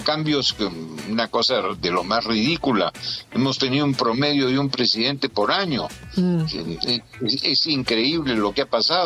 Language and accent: Spanish; Peru